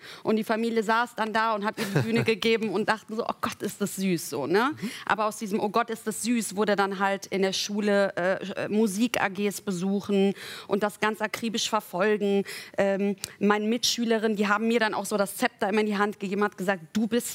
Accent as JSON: {"language": "German", "region": "North Rhine-Westphalia", "country": "Germany", "said": "Ich bin Mädchen aus dem Dorf, ich komme aus der Nähe von Aachen."}